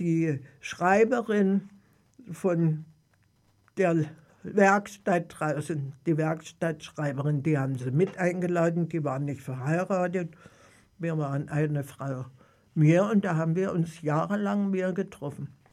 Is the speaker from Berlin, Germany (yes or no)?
no; Eisenach, Thuringia, Germany; Aufgewachsen sind wir im Krieg. Dann haben wir die Nachkriegszeit erlebt. Wir haben nicht daran geglaubt. Und Eisenach lag ich nun direkt so an der Grenze.